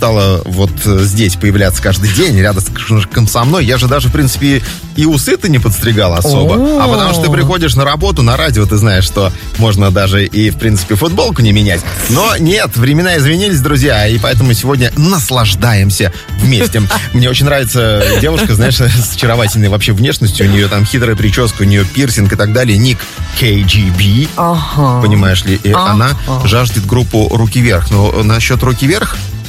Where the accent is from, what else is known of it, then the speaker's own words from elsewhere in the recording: Tolyatti, Samara Oblast, Russia; АвтоВАЗ в Тюмени, а я из Тольятти